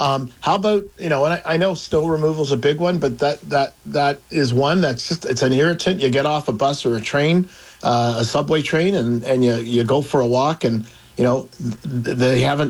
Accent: Toronto, Ontario, Canada; growing up in Toronto

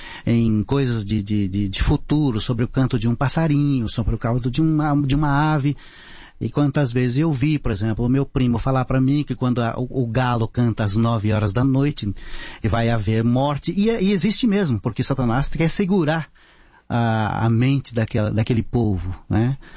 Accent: Mato Grosso do Sul, Brazil; first language Terena; Portuguese is a second language; moved away; eu nasci na tribo da tribo dos Terenas, em Mato Grosso do Sul, entre Aquidauana e Miranda, lá nas portas do Pantanal Mato Grossense. Lá é um lugar muito bonito, um lugar maravilhoso, perto da natureza.

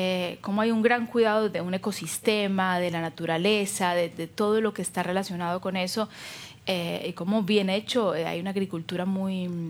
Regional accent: Colombia; now in Argentina; también soy colombiana, esto es indiscutible.

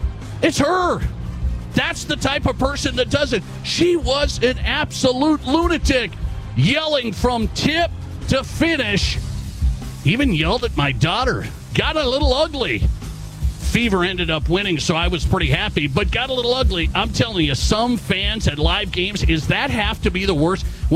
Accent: South Dakota, United States; I'm from South Dakota.

